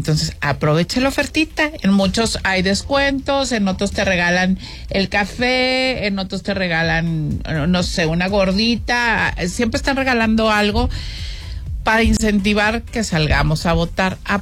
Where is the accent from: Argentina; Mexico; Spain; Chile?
Mexico